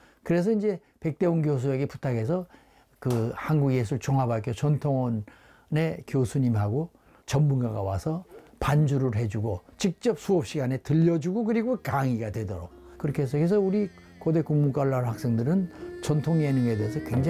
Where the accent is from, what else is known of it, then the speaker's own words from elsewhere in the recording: Sokcho, Gangwon, South Korea; born there; also born or lived in North Korea; 1950년에 이제 전쟁이 일어나는 바람에 월남을 해서 강원도 속초에 가서 어린 시절에 성장을 했어요.